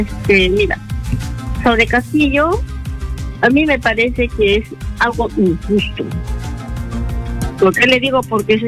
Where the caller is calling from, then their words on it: Tacna, Peru; de Tacna.